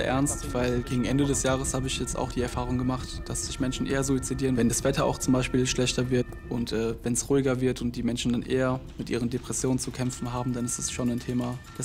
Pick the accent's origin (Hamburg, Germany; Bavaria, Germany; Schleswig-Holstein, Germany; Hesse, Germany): Hesse, Germany; Taunusstein; ich bin 29 Jahre alt, komme gebürtig aus Taunusstein